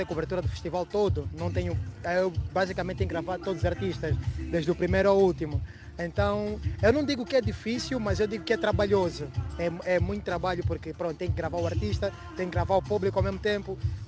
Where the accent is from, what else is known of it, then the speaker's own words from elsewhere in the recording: Angola; now in Portugal; Não, sou angolano, estou cá há 15 anos.